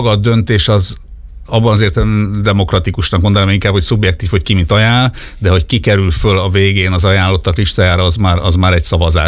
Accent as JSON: {"language": "Hungarian", "town": "Sopron", "region": "Győr-Moson-Sopron", "country": "Hungary", "said": "Sopronban, én Soproni vagyok"}